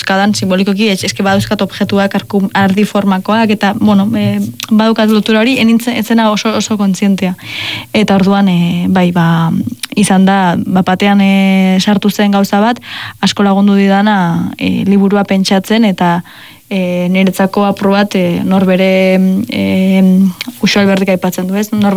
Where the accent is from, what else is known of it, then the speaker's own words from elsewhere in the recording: Spain; now in San Sebastián, Spain; bizi ginen herrian askoriatzen, ni jaio nintzen herrian, ardi pila badaude, pues, eta guke ikastetxeko leiotik ere ardiak eta behiak eta ikusten genituen, eta izan da oso nire paisaiaren parte. Eta Donostiara etorri nintzenean, ba, galdu egin nuen paisaia hori